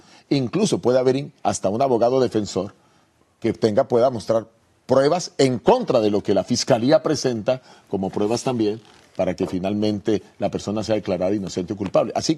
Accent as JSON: {"language": "Spanish", "country": "Colombia", "said": "como este es un concepto que se ha utilizado en mi país, Colombia, el tema del reo ausente"}